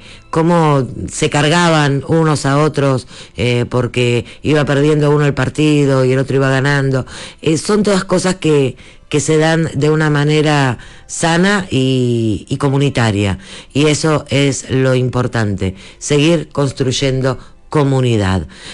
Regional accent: Buenos Aires, Argentina; yo que soy de Barracas

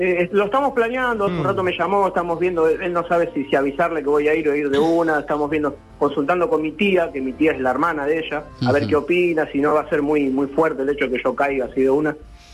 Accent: González Catán, Buenos Aires Province, Argentina; also born or lived in Merlo; Yo soy de Merlo, pero bueno, me crié también ahí en La Matanza, en González Catán

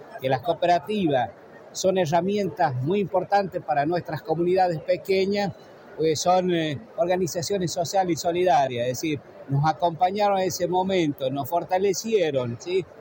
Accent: Vinchina, La Rioja, Argentina; Soy de Vinchina, La Rioja, de la precordillera riojana.

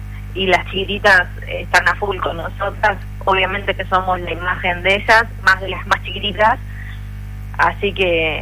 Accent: La Plata, Buenos Aires Province, Argentina; moved away as an adult; now in Cinco Saltos, Argentina; Yo vengo de La Plata. Nací ahí. Siempre jugué en equipos platenses

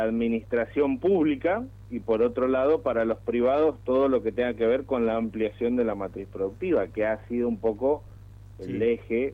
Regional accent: Tierra del Fuego, Argentina; todos los que somos de Tierra del Fuego

